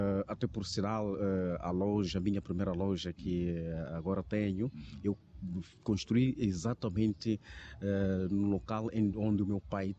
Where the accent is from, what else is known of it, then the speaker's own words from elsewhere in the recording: Caia, Sofala, Mozambique; 100% natural de Caia, sou filho de casa.